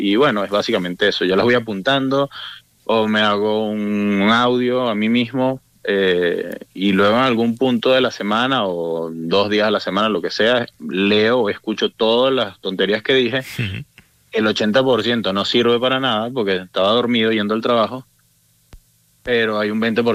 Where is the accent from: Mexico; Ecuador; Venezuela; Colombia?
Venezuela; moved away as an adult; now in Spain; yo, bueno, que soy venezolano, viví hasta los 24 años en Venezuela, tengo 32, y desde los 24 vivo en España